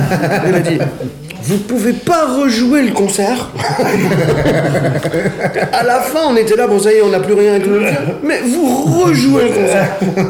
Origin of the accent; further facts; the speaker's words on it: Kabylie, Algeria; Et moi je suis kabyle, hein, donc j'étais là, oh, d'accord et tout.